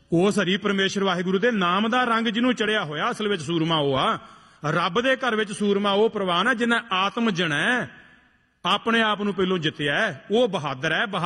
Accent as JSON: {"language": "Punjabi", "region": "Punjab", "country": "India", "said": "ਪਿੰਡਾਂ ਦੇ ਅਸੀਂ ਉਸ ਇਲਾਕੇ ਦੇ ਹਾਂ ਜਿਨ੍ਹਾਂ ਇਲਾਕਿਆਂ ਵਾਸਤੇ ਤੁਹਾਡੇ ਕੰਨੀ ਇਹ ਕਹਾਵਤਾਂ ਪਈਆਂ ਨੇ ਵੀ 20-20 ਸਾਲ ਉਹਨਾਂ ਪਿੰਡਾਂ ਚੋਂ ਬਰਾਤਾਂ ਨਹੀਂ ਚੜੀਆਂ"}